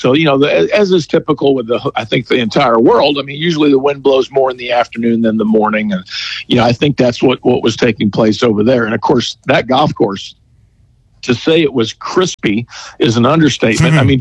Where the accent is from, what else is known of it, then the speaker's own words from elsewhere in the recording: United States; I'm an American